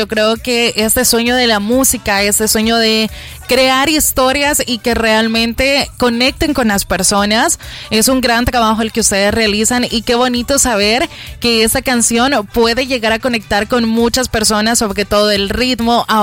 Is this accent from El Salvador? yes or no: yes; El Salvador; para nosotros acá como salvadoreños